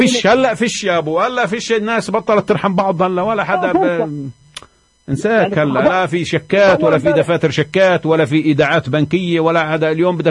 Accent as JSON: {"language": "Arabic", "region": "West Bank", "country": "Palestine", "said": "عندنا في الضفة"}